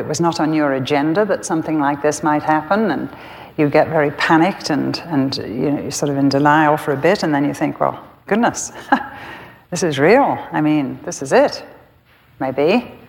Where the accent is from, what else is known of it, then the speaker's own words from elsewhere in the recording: England, United Kingdom; I'm a very private person, I'm English, I don't want to intrude on people's privacy.